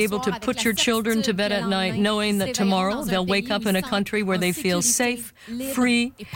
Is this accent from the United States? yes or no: no; Canada; I've never been as proud to be Canadian as in the recent months.